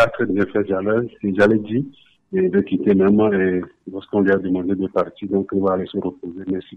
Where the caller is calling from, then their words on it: Vogan, Maritime, Togo; Je vous appelle de Vougan